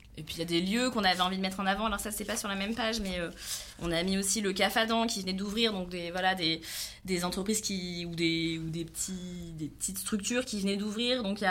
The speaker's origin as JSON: {"language": "French", "region": "Auvergne-Rhône-Alpes", "country": "France", "said": "Et comme on est du Sud-Ardèche, pour l'instant, c'est en Sud-Ardèche."}